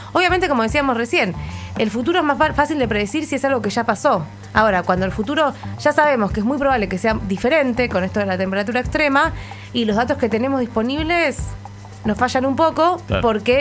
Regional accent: Argentina; A nosotros como Argentina

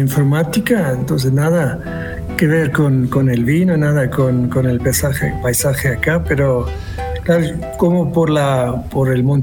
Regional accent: Switzerland; Spanish is a second language; moved away as an adult; now in Cachi, Argentina; yo soy de Suiza, por eso tengo ese acento.

